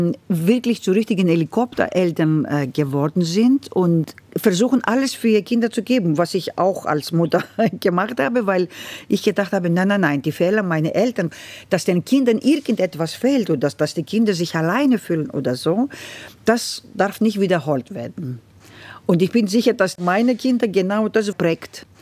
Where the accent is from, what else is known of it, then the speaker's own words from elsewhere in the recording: Kavala, Eastern Macedonia and Thrace, Greece; now in Germany; Ich bin Jahrgang 60 geboren in Nordgriechenland, in einer Hafenstadt, Kavala heißt die, sehr schöne Hafenstadt, in einer großen Freiheit, mit sehr viel Spiel, aber auch mit sehr großer Armut sind wir aufgewachsen.